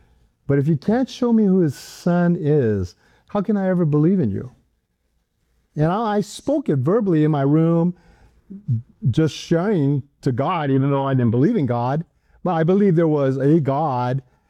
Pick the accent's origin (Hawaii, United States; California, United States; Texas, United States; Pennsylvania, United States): Hawaii, United States; I grew up in Hawaii. I was in Hawaii, and that's where I went to school.